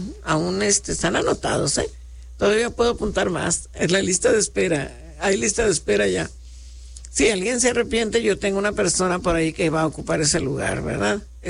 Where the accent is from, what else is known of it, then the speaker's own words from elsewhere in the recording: Mexico; como buenos mexicanos, que crecimos con este, con esta música